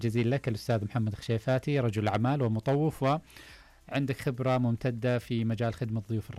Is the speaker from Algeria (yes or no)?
no; Saudi Arabia; لنا جميعا كسعودي